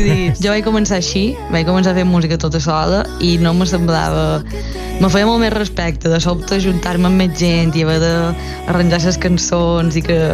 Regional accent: Balearic Islands, Spain; born there; moved away as an adult; now in Barcelona, Spain; ara valoro molt més pues, lo que és ser d'un poble petit

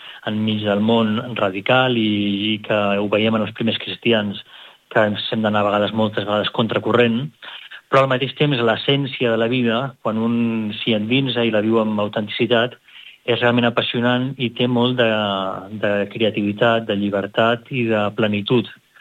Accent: Girona, Catalonia, Spain; now in Rome, Italy; jo he passat la meva infància i adolescència i joventut a Girona, estudiant aquí a Girona, i amb la família també aquí a Girona

